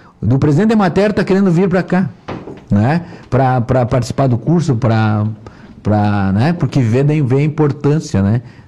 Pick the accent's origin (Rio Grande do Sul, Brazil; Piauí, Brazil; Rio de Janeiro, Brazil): Rio Grande do Sul, Brazil; Eu sou gaúcho, né? Mas os gaúchos são meio bairristas, né?